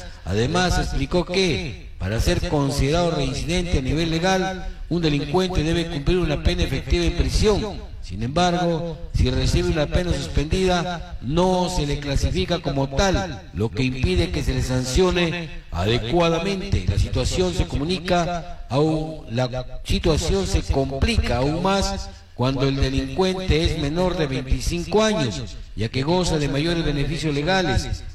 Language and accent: Spanish; Cumba district, Amazonas, Peru; Mi tierra, claro que sí.